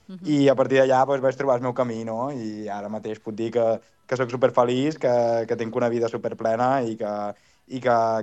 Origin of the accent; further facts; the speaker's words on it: Balearic Islands, Spain; Vaig tornar a Menorca i a partir d'aquí, pues, de sa meva illa i de ca meva, pues, he recuperat aquesta força